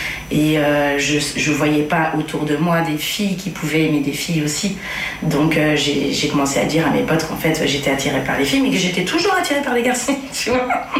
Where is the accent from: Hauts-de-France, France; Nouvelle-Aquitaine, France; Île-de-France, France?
Nouvelle-Aquitaine, France; moved away as an adult; j'ai 40 ans. J'ai grandi dans les Deux-Sèvres, un département dans le Poitou-Charentes.